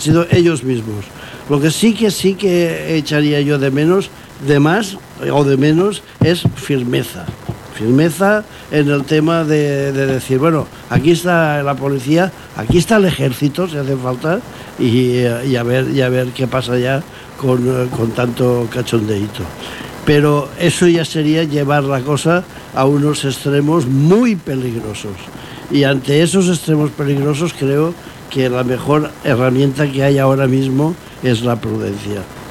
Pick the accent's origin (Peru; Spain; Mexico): Spain; Todos somos españoles